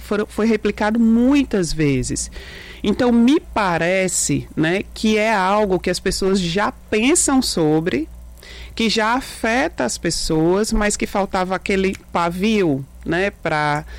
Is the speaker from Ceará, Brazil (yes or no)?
yes; Fortaleza, Ceará, Brazil; Bom, eu sou da periferia de Fortaleza e a educação salva.